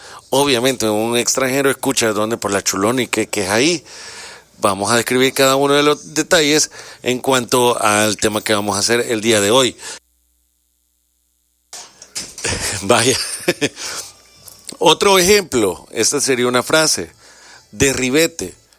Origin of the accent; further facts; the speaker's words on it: El Salvador; tropicalmente hablando como salvadoreño